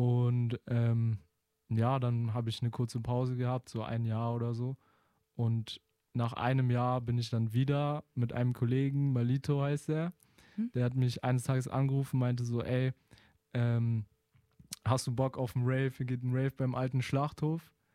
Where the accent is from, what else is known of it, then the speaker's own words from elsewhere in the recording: Karlsruhe, Baden-Württemberg, Germany; ich bin hier geboren, in Karlsruhe und auch aufgewachsen.